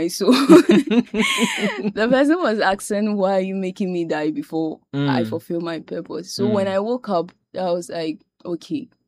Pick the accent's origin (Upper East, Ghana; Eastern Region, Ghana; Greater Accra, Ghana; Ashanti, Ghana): Ashanti, Ghana; Jache Prom; I'm from Bosomche. I'm from Jache, Jache Prom.